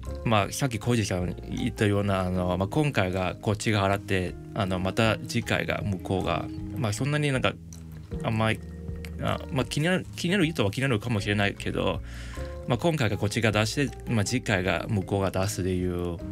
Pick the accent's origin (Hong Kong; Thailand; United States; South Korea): Hong Kong; Japanese is a second language; now in Japan; 僕も一応香港出身で結構そういう、うんまあ、東南アジア、まあ、香港中華文化